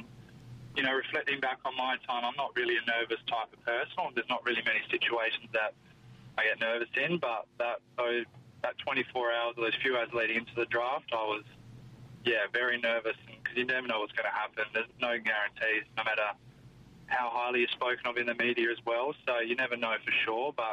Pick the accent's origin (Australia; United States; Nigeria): Australia; Albany, Western Australia; now in Perth, Australia; Like, I grew up in Albany with several of them, and that was kind of my pathway to Perth.